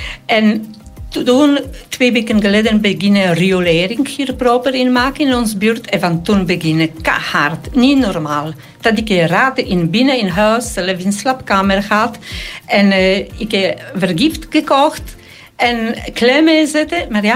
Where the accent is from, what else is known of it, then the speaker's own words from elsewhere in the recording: Poland; Dutch is a second language; Nee, ik kom van Polen, mijn boerendochter. Ik ben niet zo snel bang.